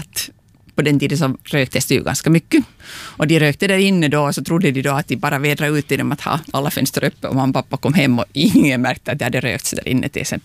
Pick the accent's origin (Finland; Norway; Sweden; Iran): Finland; Southwest Finland; born there; de hade flyttat ut dit och där föddes jag sen.